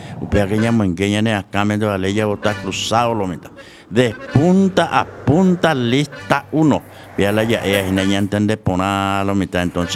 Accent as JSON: {"language": "Spanish", "town": "Pedro Juan Caballero", "region": "Amambay", "country": "Paraguay", "said": "como paraguayo, como …."}